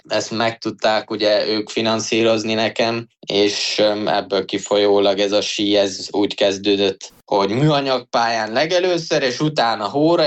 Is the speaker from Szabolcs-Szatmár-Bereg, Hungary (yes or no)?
no; Budapest, Hungary; born there; also born or lived in Austria